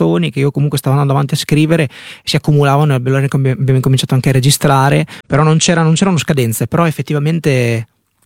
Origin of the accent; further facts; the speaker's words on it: Cesena, Emilia-Romagna, Italy; sono venuto direttamente da Milano, però vengo